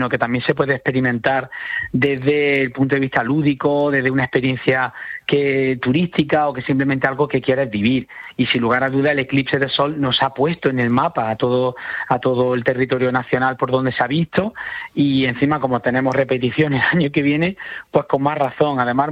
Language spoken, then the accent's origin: Spanish; Jaén, Andalusia, Spain; yo en concreto que soy de Jaén, pues también siempre me siento muy identificado con eso, ¿no?